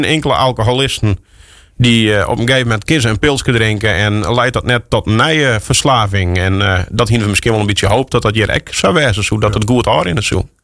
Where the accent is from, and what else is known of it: Friesland, Netherlands